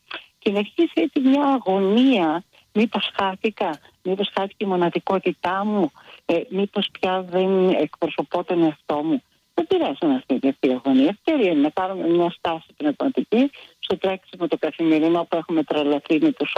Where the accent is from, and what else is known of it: Greece